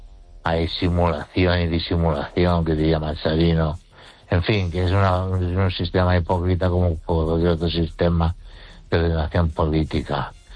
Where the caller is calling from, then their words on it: Ourense, Galicia, Spain; También quiero saludar … de Ourense.